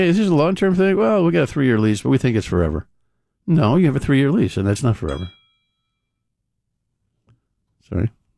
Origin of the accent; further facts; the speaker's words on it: Flushing, New York, United States; also born or lived in Western Massachusetts; now in Rhode Island, United States; Christ, I'm from Flushing. You know, I came here from Western Mass, and one of the first things I did was try to learn the vernacular.